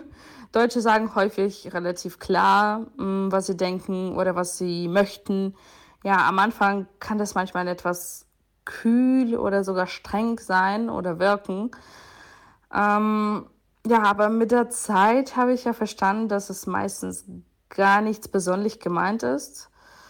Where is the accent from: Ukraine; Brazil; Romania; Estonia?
Ukraine; German is a second language; now in Germany; Ja, ich bin Ukrainerin und gleichzeitig ist Deutschland zu einem wichtigen Teil meines Lebens auch geworden.